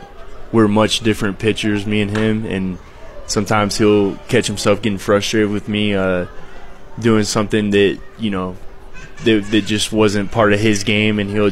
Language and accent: English; Houston, Texas, United States; we're both from the Houston area